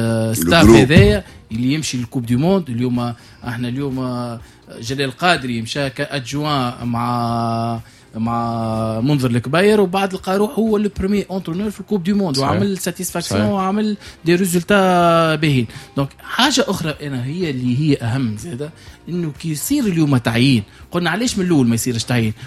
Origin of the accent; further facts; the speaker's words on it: Tunisia; احنا كجماهير تونسية